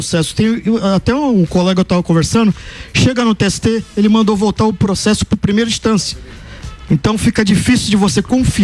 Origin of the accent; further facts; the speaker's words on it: Santos, São Paulo, Brazil; born there; now in Guarujá, Brazil; Então, eu nasci em Santos, né? E, no caso, eu moro no Guarujá.